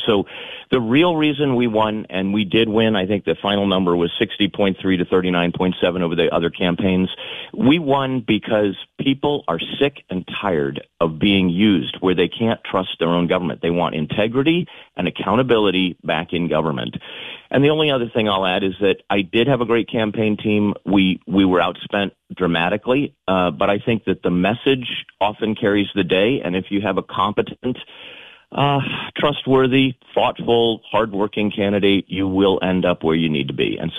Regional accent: Wayne, Maine, United States; now in Leeds, United States; I grew up in Wayne.

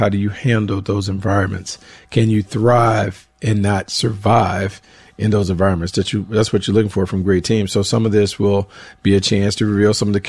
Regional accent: the South, United States; I grew up in the South where this was kind of the norm. It was hot. It was humid. It was muggy.

